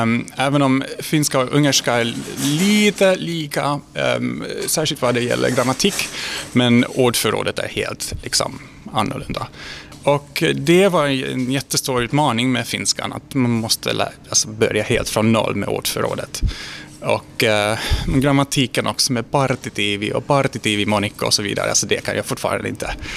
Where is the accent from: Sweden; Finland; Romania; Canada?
Romania; Cluj-Napoca, Cluj County; first language Hungarian and Romanian; Swedish is a second language; Jag är uppvuxen i Cluj-Napoca i Rumänien, i Transylvanien. Och ja, det finns en ungerspråkig minoritet då.